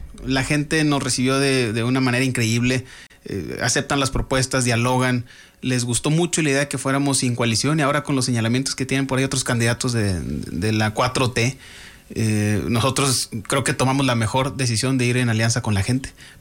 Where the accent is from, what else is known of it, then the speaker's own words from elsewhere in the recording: Saltillo, Coahuila, Mexico; por tu distrito, de donde soy yo, de Lomas de Lourdes.